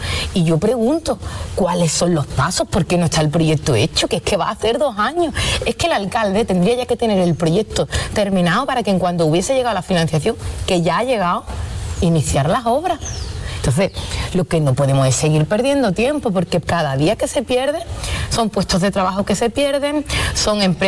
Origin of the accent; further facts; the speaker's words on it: Arcos de la Frontera, Andalusia, Spain; a mí me gustaría que mi pueblo saliese en la prensa. Uh-huh. Y es que la Cámara de Cuentas acusa al Ayuntamiento de Arcos de ser de los ayuntamientos